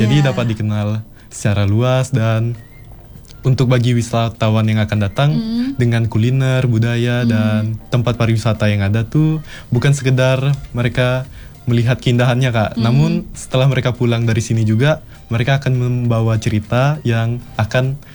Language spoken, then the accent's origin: Indonesian; Sintang, West Kalimantan, Indonesia; kita warga Kota Sintang